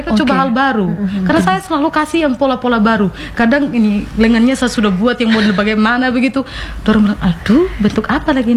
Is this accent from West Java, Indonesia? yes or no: no; East Nusa Tenggara, Indonesia; sebenarnya kita ini orang Sumba nih pintar, cerdas, itu kita semua punya begitu.